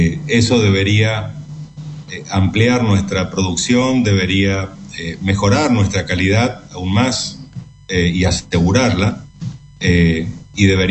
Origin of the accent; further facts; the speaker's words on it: Corrientes, Argentina; Que somos profundamente correntinos.